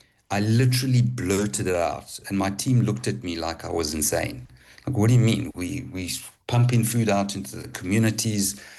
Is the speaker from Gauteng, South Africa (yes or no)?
yes; Johannesburg, Gauteng, South Africa; moved away as an adult; also born or lived in Zimbabwe; Left soon after the war, 1981, went to Johannesburg. Finished my schooling in Johannesburg, remained in Johannesburg till about 2004.